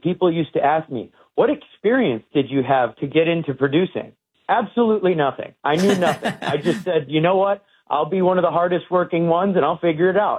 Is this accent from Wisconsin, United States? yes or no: yes; Wausau, Wisconsin, United States; my hometown of Wausau, Wisconsin, was once derogatorily referred to as the most middle class city in America